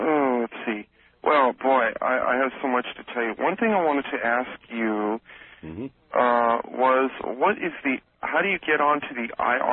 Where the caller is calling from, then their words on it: Fremont, California, United States; All right, I'm calling from Fremont, California.